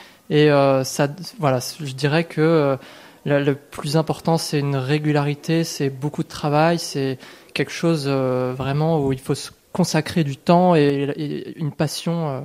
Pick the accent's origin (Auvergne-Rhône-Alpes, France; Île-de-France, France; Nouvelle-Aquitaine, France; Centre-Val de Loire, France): Centre-Val de Loire, France; Blois; Alors, moi, je suis originaire donc, de Blois, donc c'est pas très loin.